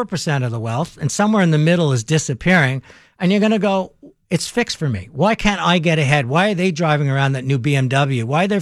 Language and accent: English; Montreal, Quebec, Canada; I grew up in Montreal.